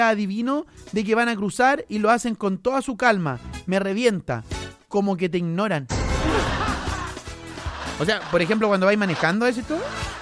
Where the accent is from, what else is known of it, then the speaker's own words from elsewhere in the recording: Chile; Somos mañosos los chilenos.